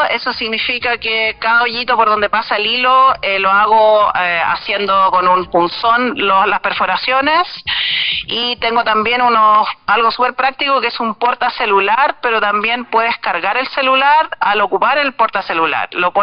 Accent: Diaguitas, Coquimbo, Chile; soy de Diaguitas y soy talabartera.

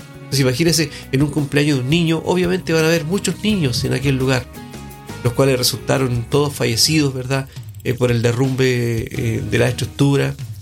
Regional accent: Chile; Como chilenos, nosotros somos un pueblo que sabemos de lo que estamos hablando.

